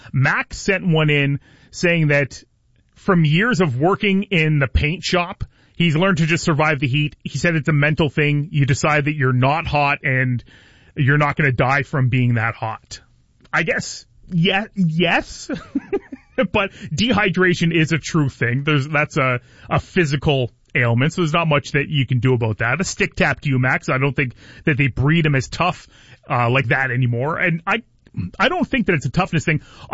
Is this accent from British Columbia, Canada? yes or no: no; Puce, Ontario, Canada; also born or lived in Belle River; We grew up in Puce and then moved to Belver when I was like into high school.